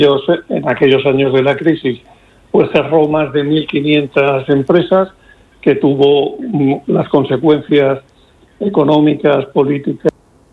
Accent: Cartagena, Region of Murcia, Spain; moved away as an adult; Yo, aunque vivo fuera por razones profesionales desde hace muchos años, mi infancia, mi juventud han transcurrido en Cartagena

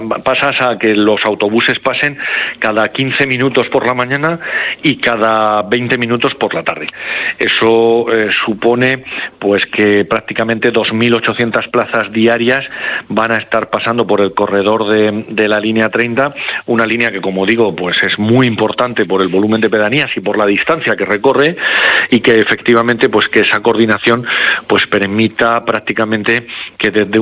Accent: Alquerías, Region of Murcia, Spain; somos de Alquerías

